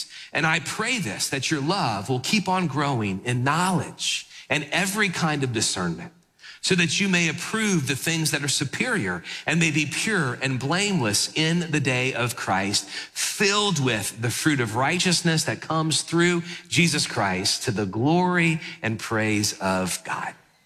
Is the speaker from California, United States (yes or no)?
no; New Orleans, Louisiana, United States; people would go to football games when I was growing up in New Orleans with bags over their heads and the eyes cut out.